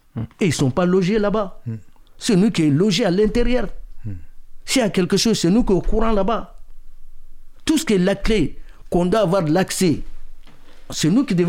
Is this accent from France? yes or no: no; Mali